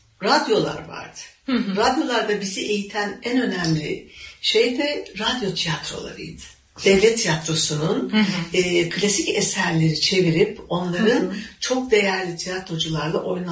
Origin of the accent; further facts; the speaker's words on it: Gaziantep, Turkey; born there; Bir şeyde ben Gaziantep doğumluyum ve devlet okullarında okudum.